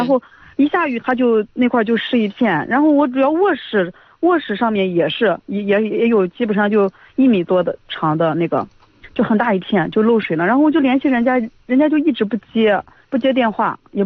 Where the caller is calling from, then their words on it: Yuncheng, Shanxi, China; 我是山西运城。